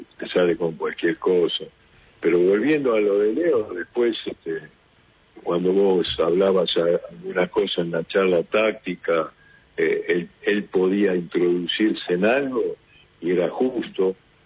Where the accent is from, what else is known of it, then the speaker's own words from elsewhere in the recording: Buenos Aires, Argentina; vos no podés ser de Capital, vos sos de la provincia. No, digo, nací en el Piglobano, y siempre estuve en Capital